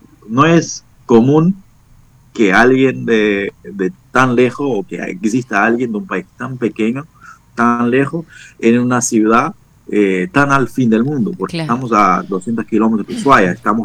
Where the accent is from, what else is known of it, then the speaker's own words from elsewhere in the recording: Cape Verde; Spanish is a second language; moved away as an adult; now in Argentina; Mira, yo me vine de salir de Cabo Verde, me vine a Argentina a estudiar medicina.